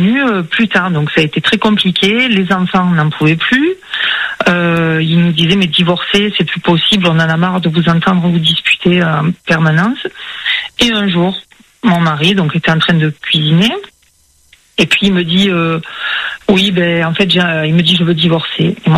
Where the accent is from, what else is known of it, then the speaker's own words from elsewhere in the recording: south of France, France; accent: southern; Parce que quand ils entendent mon accent, ils me disent « Mais vous êtes d'où ?»« Oui, mais je suis du Sud. »